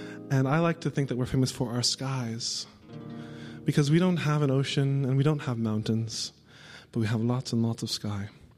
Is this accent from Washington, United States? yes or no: no; Kansas City, Missouri, United States; As you said, I'm from Kansas City, Kansas City, Missouri. The good side. So Kansas City is divided by a state line, but we are right smack dab in the middle of America.